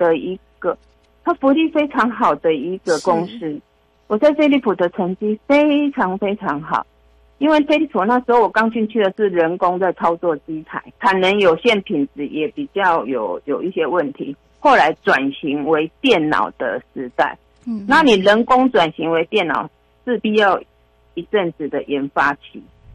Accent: Kaohsiung, Taiwan; also born or lived in Yunlin; 我是云林人，我从两岁就从云林搬到旧草衙。旧草衙你们可能没有概念，旧草衙已经渔港靠近渔港，那个高雄是渔港，过港隧道那里。

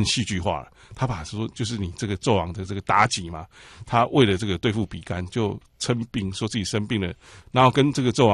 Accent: Taiwan; 所以我们台湾人听到这个音就把它翻成高丽菜

